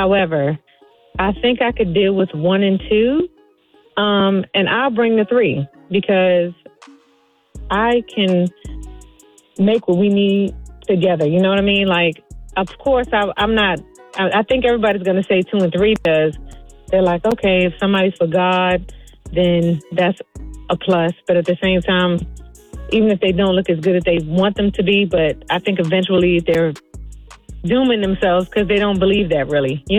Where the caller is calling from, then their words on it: Washington, District of Columbia, United States; I'm calling from Washington, D.C.